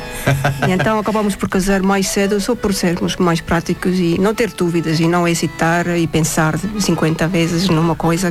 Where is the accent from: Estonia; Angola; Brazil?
Estonia; Portuguese is a second language; now in Portugal; eu ainda sou da Estónia, não é? Tenho algumas partes de cultura ainda muito fortes em mim